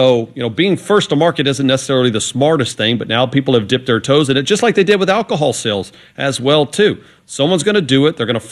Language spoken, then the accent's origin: English; Port Allen, Louisiana, United States; I'm born and raised in Port Allen.